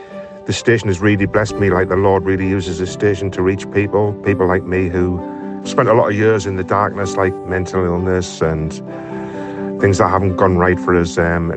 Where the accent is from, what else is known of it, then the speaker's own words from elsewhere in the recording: Gateshead, North East England, United Kingdom; I am from Gateshead.